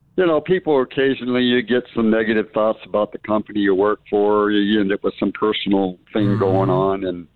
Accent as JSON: {"language": "English", "town": "San Francisco", "region": "California", "country": "United States", "tie": "born or raised there", "moved": "as an adult", "lives_now": "La Porte, Minnesota, United States", "said": "I grew up in San Francisco"}